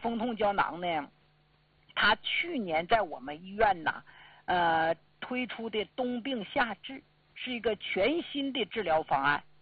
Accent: Northeast China, China; 因为咱们家乡啊，你说地处东北

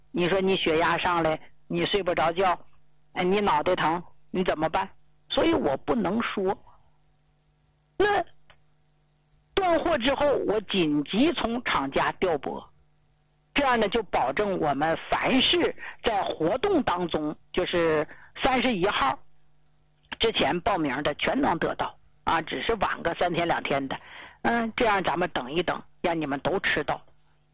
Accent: Jilin, China; 我呢是咱们土生土长的吉林地区的人，啊，这是我的老家

